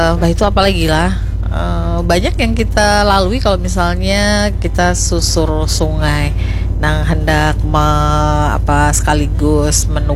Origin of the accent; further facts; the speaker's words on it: Banjarmasin, South Kalimantan, Indonesia; masyarakat kita Banjar